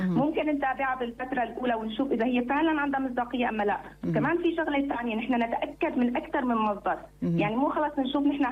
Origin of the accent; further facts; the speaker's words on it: Syria; عندنا بسوريا